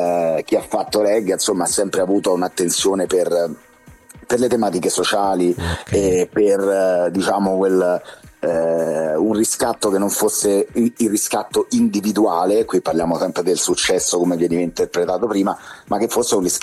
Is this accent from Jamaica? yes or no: yes; Jamaica; intendo tutta la musica che proviene dalla Giamaica. È la mia terra